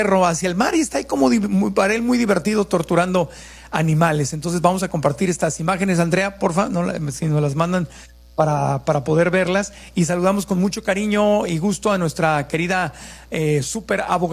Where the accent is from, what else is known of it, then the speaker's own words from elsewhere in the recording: Tijuana, Baja California, Mexico; de mi tierra, de Tijuana